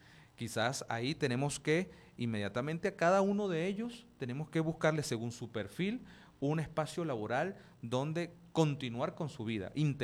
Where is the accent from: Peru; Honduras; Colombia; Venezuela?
Venezuela; todos nosotros como venezolanos